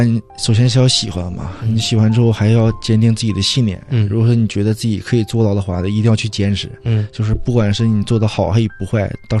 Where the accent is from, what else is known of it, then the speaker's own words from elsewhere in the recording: Wangqing, Jilin, China; moved away; 可能我家是延边的嘛，延边王兴那边可能来坐个四五小时车，高铁两三小时到了，还更方便一些。